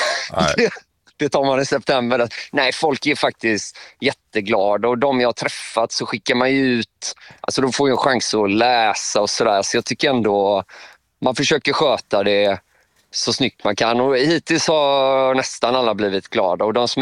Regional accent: Kungälv, Västra Götaland County, Sweden; Kungälv, Komarken, det är ju där jag är ifrån

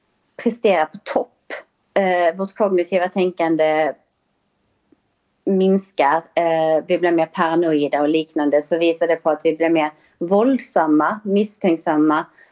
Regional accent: Sweden; som svensk

